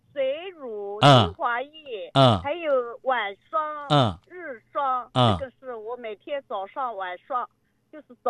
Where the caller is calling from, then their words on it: Changshu, Jiangsu, China; 我是苏州常熟。